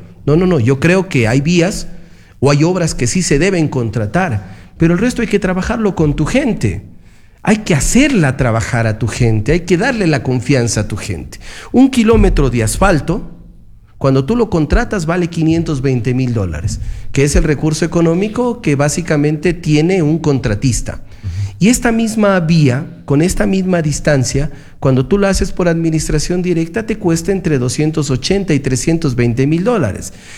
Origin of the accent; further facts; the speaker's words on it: Loja, Ecuador; Nuestro paso lateral de Loja